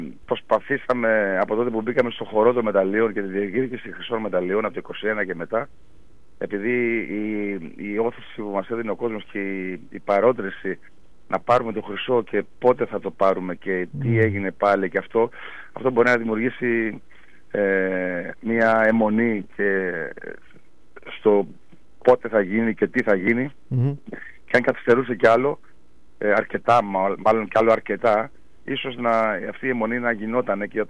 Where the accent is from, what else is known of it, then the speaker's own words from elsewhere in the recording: Greece; σαν Έλληνας